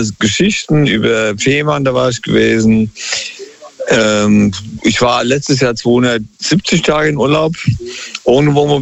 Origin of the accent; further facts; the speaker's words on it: Crete, Greece; now in Germany; Und dann am 5. von Athen übersieht auf Kreta, meine Heimat eigentlich, Pate Castro.